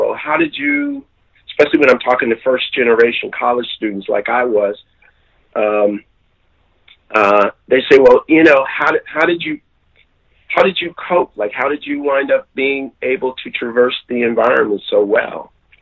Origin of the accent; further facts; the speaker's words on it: United States; I'm an American.